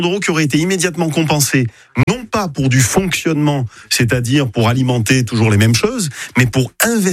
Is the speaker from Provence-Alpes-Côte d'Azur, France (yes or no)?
yes; Marseille, Provence-Alpes-Côte d'Azur, France; Je suis marseillais comme les autres, j'aime ma ville